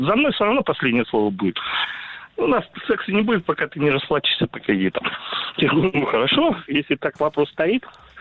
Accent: Novosibirsk, Novosibirsk Oblast, Russia; Я из Новосибирска.

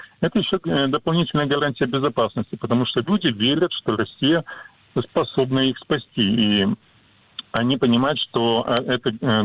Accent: Transnistria, Moldova; я сам из Приднестровья находился в той ситуации, много лет не мог получить российский паспорт.

